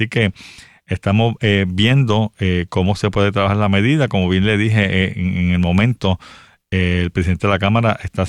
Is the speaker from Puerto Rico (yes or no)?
yes; Arecibo, Puerto Rico; Yo soy de Arecibo, Puerto Rico